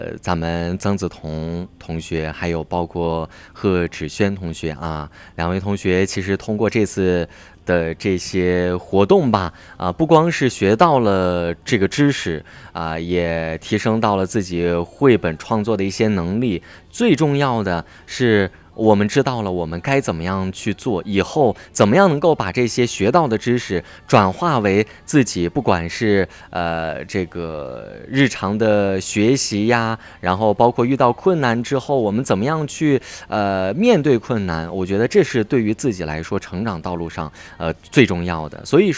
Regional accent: Xinjiang, China; 咱们自己的家乡独山子

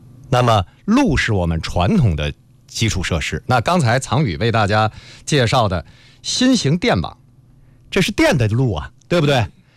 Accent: China

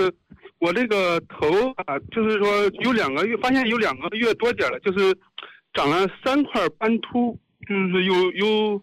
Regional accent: Henan, China; now in Ningbo, China; 我是河南人。

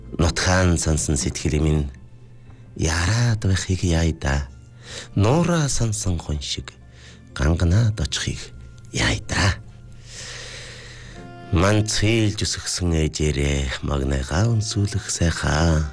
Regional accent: Inner Mongolia, China

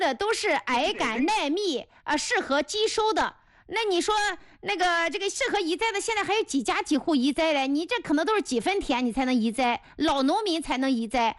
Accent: Anhui, China; 那我的老家就属于皖北啊，是皖北

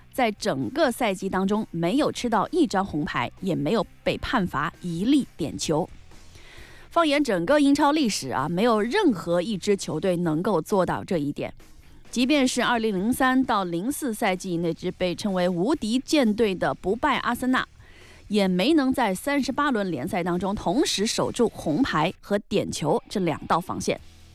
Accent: Hubei, China; 更是咱们湖北人对传统文化的热爱

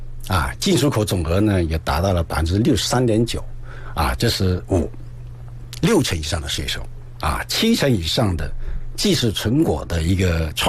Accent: Guangdong, China; 按照我们广东话来讲呢

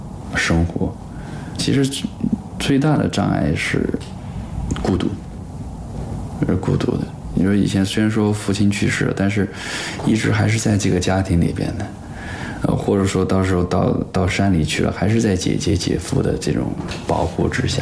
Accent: Sichuan, China; accent: Sichuanese; first language Sichuanese; Chinese is a second language; moved away as an adult; 因为那个四川，我们四川话没有卷舌的

